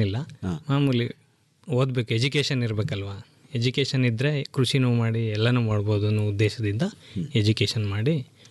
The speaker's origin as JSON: {"language": "Kannada", "town": "Ravani", "region": "Karnataka", "country": "India", "tie": "born or raised there", "said": "ನಮ್ಮ ಊರು ರಾವಣಿ, ಮಳವಳ್ಳಿ ತಾಲೂಕು, ಮಂಡ್ಯ ಜಿಲ್ಲೆ."}